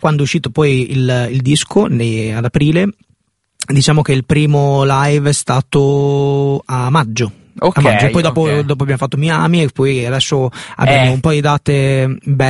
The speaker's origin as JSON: {"language": "Italian", "town": "Cesena", "region": "Emilia-Romagna", "country": "Italy", "said": "però vengo da Cesena."}